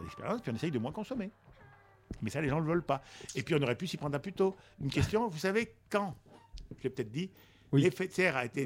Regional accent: Auvergne-Rhône-Alpes, France; je suis auvergnat

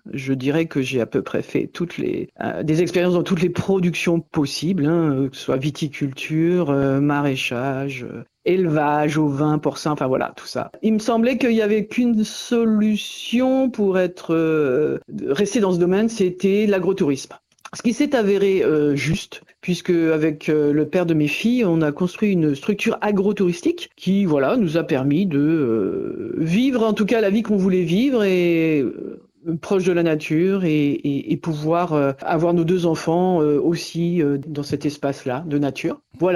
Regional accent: Normandy, France; moved away as an adult; also born or lived in Roya valley; now in Tourves, France; moi je suis né en Normandie, dans la Manche plus exactement, et dans une famille de paysans normands avec des vaches laitières. Et donc, voilà, toute ma jeunesse a été sur cette ferme

